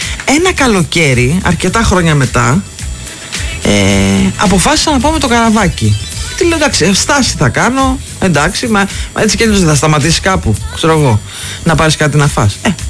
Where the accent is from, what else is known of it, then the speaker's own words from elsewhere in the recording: Amoriani, West Greece, Greece; Το χωριό μου είναι η Αμοριανή. Όπως λέει και ο παππούς μου, λέει, εμείς είμαστε πέρα από τα βλάκη και φυσικά εννοείται είμαστε πέρα από τη γέφυρα, Ρίο Αντίριο.